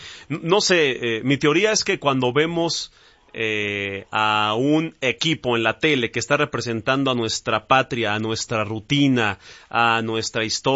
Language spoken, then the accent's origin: Spanish; Mexico